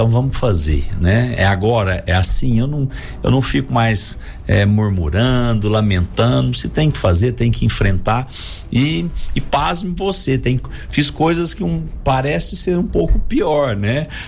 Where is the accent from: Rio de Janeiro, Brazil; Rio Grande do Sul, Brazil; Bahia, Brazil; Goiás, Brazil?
Goiás, Brazil; Goiânia; also born or lived in São José do Rio Preto; Os meus pais são nascidos em São José do Rio Preto, mas vieram para Goiânia e se casaram aqui. Então, nascemos todos aqui, fomos criados.